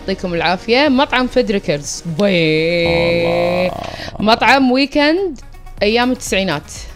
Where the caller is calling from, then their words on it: Saudi Arabia; من السعودية